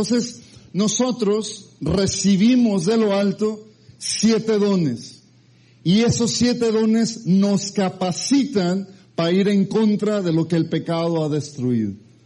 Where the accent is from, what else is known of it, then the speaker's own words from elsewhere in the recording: Mexico; now in United States; soy mexicano, me gustan las enchiladas, los chiles rellenos.